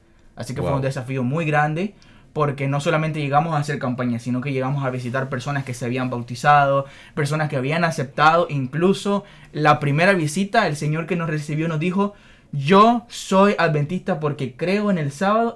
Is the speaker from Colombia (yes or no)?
no; Nicaragua; moved away as an adult; now in Argentina; como yo soy de Nicaragua y nunca, o sea, el primer país que conocí fue Argentina